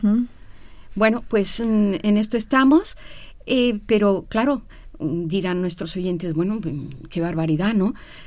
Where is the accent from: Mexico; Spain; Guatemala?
Mexico; also born or lived in Mexico City; yo soy mexicana. Y he vivido en México, la capital, dos terremotos bastante importantes.